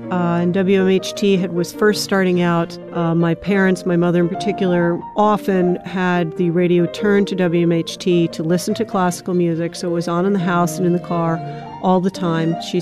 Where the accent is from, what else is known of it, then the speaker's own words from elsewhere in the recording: Glenmont, New York, United States; My name is … I'm from Glenmont, New York.